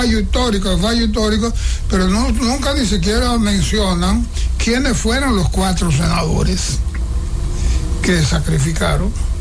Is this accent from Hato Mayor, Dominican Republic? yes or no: yes; Hato Mayor, Dominican Republic; la provincia de mi pueblo, Hato Mayor, me dio un respaldo tremendo, porque yo gané con 1.700 votos la elección en Hato Mayor.